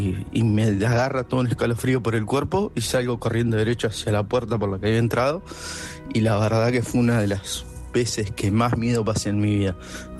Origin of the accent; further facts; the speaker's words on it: Coronel Pringles, Buenos Aires Province, Argentina; Soy oriundo de Coronel Pringles.